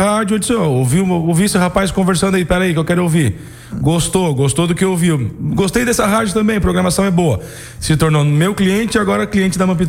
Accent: Rio Grande do Sul, Brazil; como eu sou lá do Rio Grande do Sul

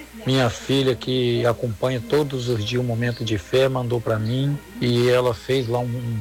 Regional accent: Rio de Janeiro, Brazil; Sou daqui do Rio de Janeiro

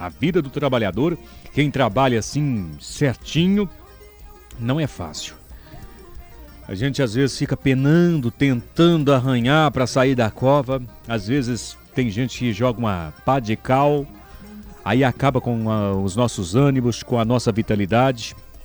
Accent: Brazil; somos brasileiros

